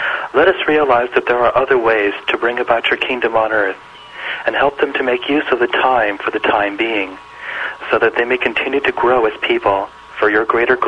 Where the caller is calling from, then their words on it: Boynton Beach, Florida, United States; I'm calling from Boynton Beach, Florida.